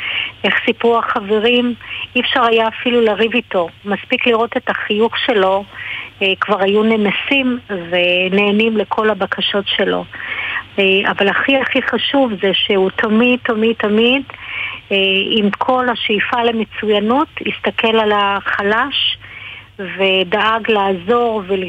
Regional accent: Jerusalem, Jerusalem District, Israel; now in Hadid, Israel; אז אני ירושלמית במקור, אני בעוד 6 ימים, אני לא יכולה להגיד שאני אחגוג 63

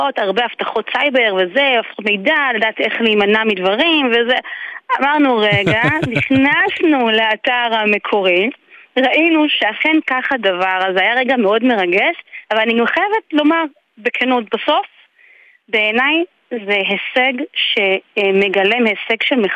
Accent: Migdal HaEmek, Northern District, Israel; אני אגיד רגע ברמה האישית, בכל זאת, אני גדלתי במגדל העמק.

